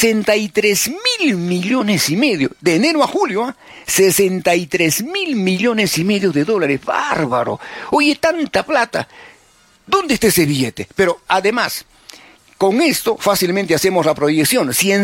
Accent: Peru

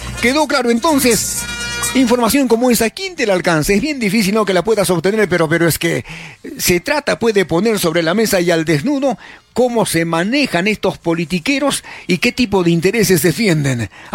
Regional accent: Peru; ¿qué nos está pasando a los peruanos?

